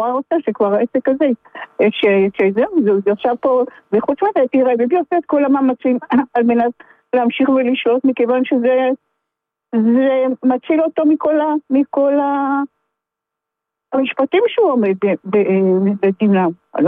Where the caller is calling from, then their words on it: Petah Tikva, Central District, Israel; אני מפתח תקווה.